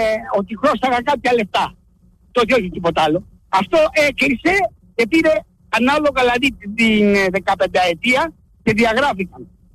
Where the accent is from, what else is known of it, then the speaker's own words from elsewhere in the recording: Keratsini, Attica, Greece; now in Thessaloniki, Greece; Εγώ είμαι από το Κερατσίνι. Είχα τσιχαδώσει. Είχα μια εταιρεία security, την έκλεισα, τελείωσε. Έτσι, και ανέβηκα πάνω στη Θεσσαλονίκη.